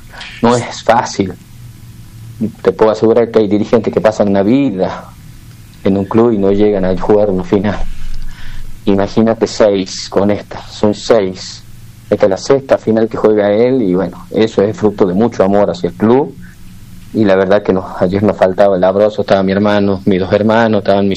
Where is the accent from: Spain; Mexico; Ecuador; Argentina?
Argentina; Concepción; ya todos somos de Concepción, todos sus hijos viven en Concepción, salvo mi hermana que se volvió a Santa Fe, la mayor, pero todos seguimos en Concepción